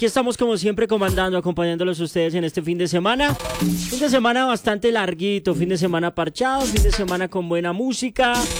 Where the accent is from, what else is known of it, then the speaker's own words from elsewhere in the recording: Colombia; Yo, la verdad, soy colombiano.